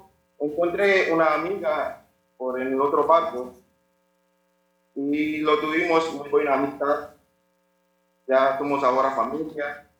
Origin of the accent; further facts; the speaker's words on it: India; Spanish is a second language; moved away; soy de la India